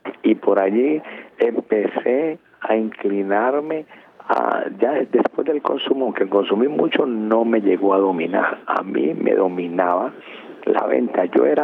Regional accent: Buenaventura, Valle del Cauca, Colombia; born there; Yo nací en Buenaventura, que queda a 2 horas de Cali. Es un puerto, el primer puerto marítimo de Colombia sobre el Pacífico.

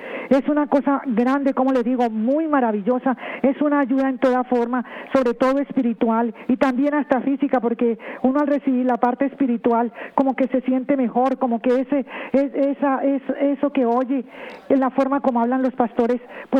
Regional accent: Cali, Valle del Cauca, Colombia; now in New York, United States; Yo soy colombiana. Mi ciudad es Cali.

